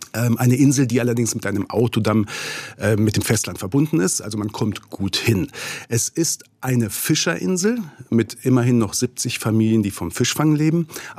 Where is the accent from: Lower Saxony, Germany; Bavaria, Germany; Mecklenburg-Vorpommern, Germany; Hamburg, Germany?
Lower Saxony, Germany; Braunschweig; moved away as an adult; now in Grado, Italy; Ich komme aus Braunschweig, ja. Niedersächsische Tiefebene, auch schöner, als man vielleicht denkt.